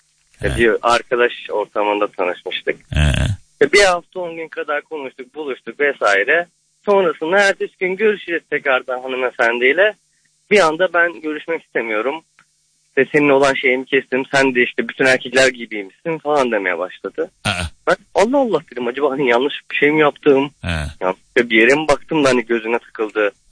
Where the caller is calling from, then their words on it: Istanbul, Turkey; Hoş buldum. İstanbul'dayım.